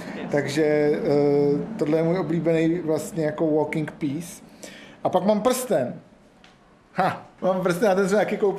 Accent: South Moravian Region, Czechia

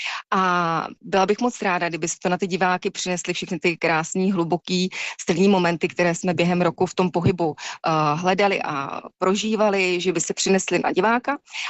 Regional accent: Žďár nad Sázavou, Vysočina Region, Czechia; now in Prague, Czechia; žiji v Praze, ale zároveň jsem rodačka ze Žďáru nad Sázavou

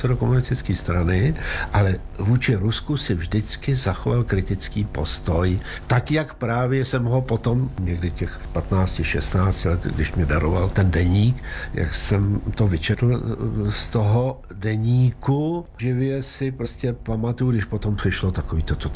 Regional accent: Plzeň, Plzeň Region, Czechia; nezapomeňte, že já jsem vyrůstal v Plzni, no a do Plzni nepřišla sovětská armáda, Plzeň byla osvobozena Američany a já jsem se tehdy začal učit anglicky.

